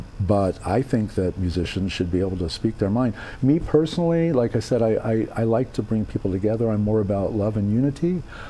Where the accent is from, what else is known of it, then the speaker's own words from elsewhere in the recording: Silver City, New Mexico, United States; also born or lived in Texas; Mexico as a kid, so I lived up in Silver City, so I kind of consider myself as much a New Mexican as a Texan.